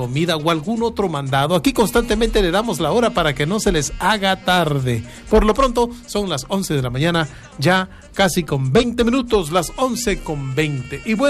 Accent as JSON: {"language": "Spanish", "region": "Tabasco", "country": "Mexico", "said": "Ahí sí me siento yo tabasqueño y me pongo la guayabera y me pongo el chontal y me pongo mi paliacate rojo al cuello"}